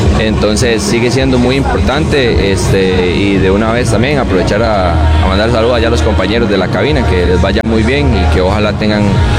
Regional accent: Coronado, San José, Costa Rica; En Coronado, somos de Coronado, entonces está por allá.

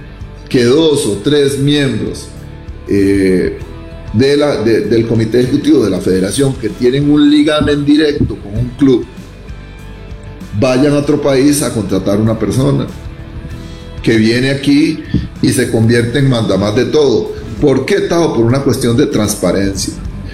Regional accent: Costa Rica; porque nosotros somos costarricenses, tenemos un compromiso, tenemos un prestigio que cuidar como exárbitros.

